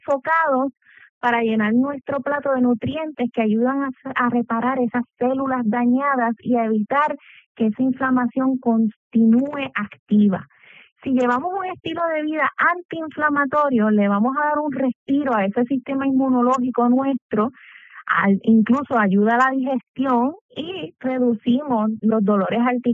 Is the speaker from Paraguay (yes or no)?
no; Puerto Rico; Somos una población puertorriqueña carnívora, le gustan las carnes de res y cerdo